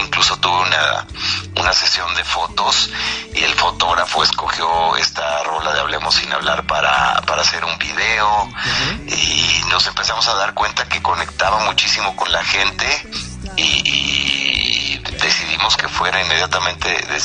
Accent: Mexico; somos mexicanos, tenemos que hacerlo en español.

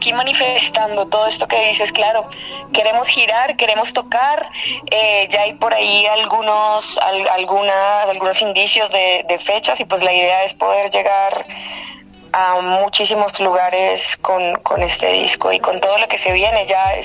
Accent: Colombia; now in Mexico; Pues mira, soy residente mexicana, entonces a partir de, sí, ya vivo en México

